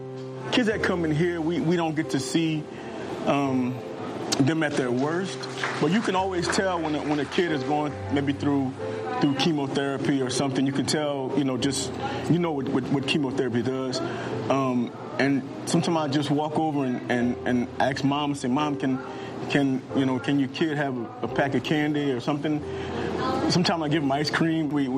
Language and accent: English; Lafayette, Louisiana, United States; I'm from Lafayette, Louisiana. If you're born and raised in South Louisiana and you can't cook, that's a problem. It's my culture, it's my passion, and I'm good at it.